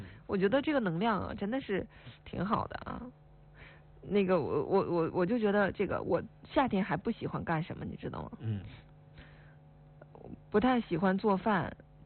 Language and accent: Chinese; Northeast China, China